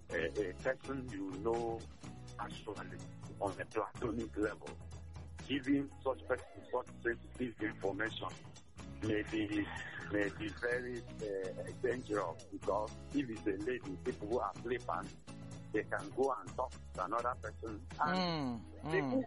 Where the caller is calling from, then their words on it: Aba, Abia, Nigeria; I'm calling from Aba. I'm a lawyer.